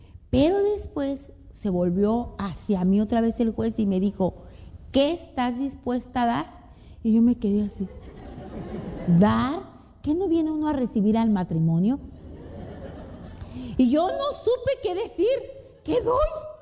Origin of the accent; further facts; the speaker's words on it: Monterrey, Nuevo León, Mexico; yo soy de Monterrey, donde uno come cabrito, carne, salsa, tortillas, cosas sabrosas.